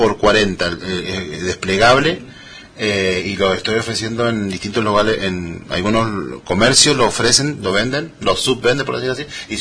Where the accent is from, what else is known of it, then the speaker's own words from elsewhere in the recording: Malargüe, Mendoza, Argentina; los malargüinos no hablamos de Malargüe.